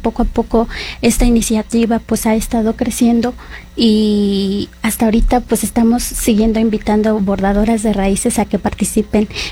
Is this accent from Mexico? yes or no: yes; Tenango de Doria, Hidalgo, Mexico; de donde soy originaria, de la comunidad de Santa Mónica Tenango de Doria, pues, Hidalgo. Pues soy pues una mujer otomí, hablante de la lengua ñuhu.